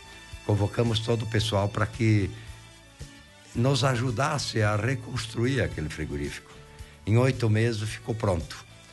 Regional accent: Concórdia, Santa Catarina, Brazil; eu sou filho de agricultor, eu nasci em Concórdia e durante o período que eu morava lá em Concórdia, nós somos uma família grande, uma família de 11 irmãos.

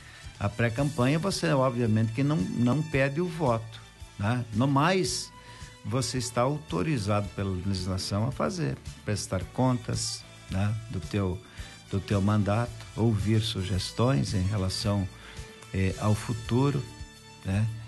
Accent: São Lourenço do Oeste, Santa Catarina, Brazil; São Lourenço do Oeste, que é a minha terra

